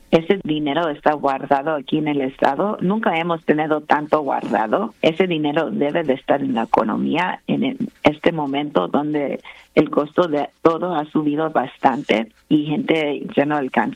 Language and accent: Spanish; Texas, United States; now in Austin, United States; Y también, como soy del Valle, me quedé mucho tiempo en los veranos